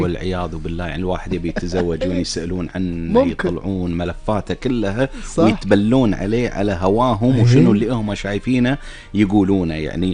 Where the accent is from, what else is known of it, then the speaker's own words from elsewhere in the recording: Kuwait; accent: Kuwaiti; بلهجتنا الكويتيه الاصيله الحلوه